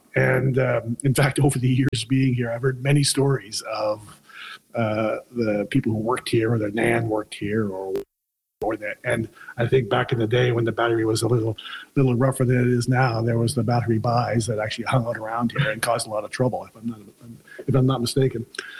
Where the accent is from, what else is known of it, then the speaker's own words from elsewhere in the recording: Halifax, Nova Scotia, Canada; now in St. John's, Canada; I'm originally from Halifax.